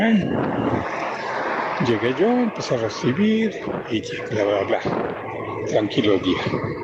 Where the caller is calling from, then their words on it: Puebla, Mexico; de Puebla